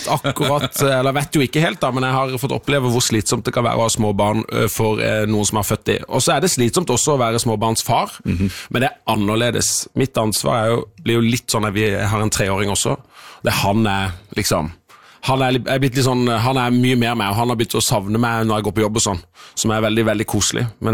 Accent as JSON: {"language": "Norwegian", "town": "Søgne", "region": "Agder", "country": "Norway", "said": "Vi hadde øvingstid i Søgne der jeg kommer fra."}